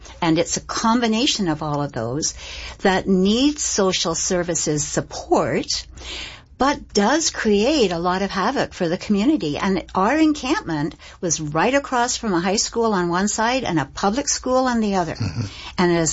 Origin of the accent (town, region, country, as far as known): Canada